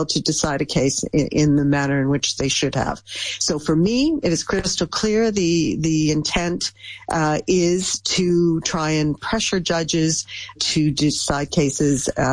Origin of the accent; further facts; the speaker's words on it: Canada; now in Netherlands; Wherever you go, if you are in the Netherlands, for example, I'm in the Netherlands as a Canadian, I know that I'm subject to Dutch law.